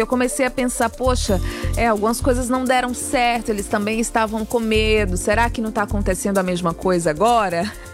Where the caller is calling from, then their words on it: São Cristóvão, Sergipe, Brazil; Sou do Nova Conquista, lá em São Cristóvão.